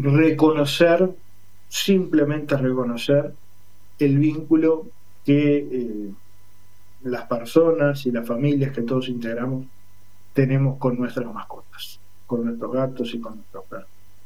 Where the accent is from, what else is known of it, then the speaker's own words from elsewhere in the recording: Uruguay; soy, como tantos uruguayos, una persona muy, muy, muy bichera.